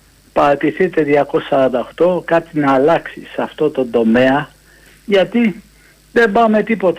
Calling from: Chaidari, Attica, Greece; από το Χαϊδάρι.

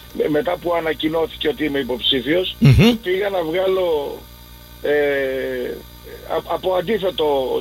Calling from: Crete, Greece

